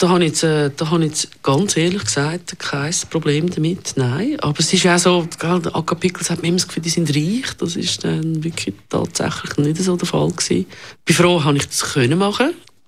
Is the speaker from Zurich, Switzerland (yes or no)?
yes; Zurich, Switzerland; ich bin im Niederdorf aufgewachsen. Mein Vater hat 40 Jahre lang an der Luisenstrasse im Kreis 5 Büro gehabt. Ich kenne den Kreis 5 schon wirklich seit Kind. Und ich wohne selber seit 35 Jahren im Kreis 5.